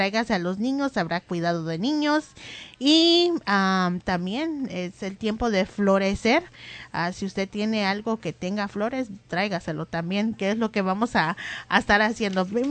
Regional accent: Florida, United States; Yo vengo de Florida.

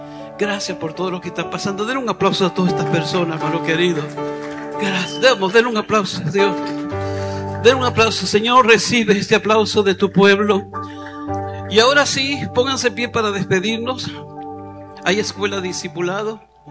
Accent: Venezuela; moved away; mi lindo país, Venezuela. Yo, como venezolano

